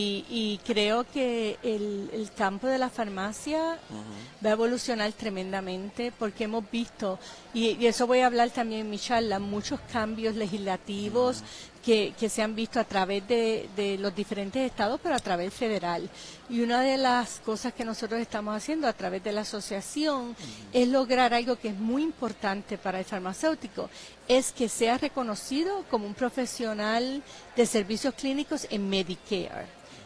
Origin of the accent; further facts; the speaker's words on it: Lares, Puerto Rico; moved away as an adult; now in United States; yo soy de Lares, de las montañas.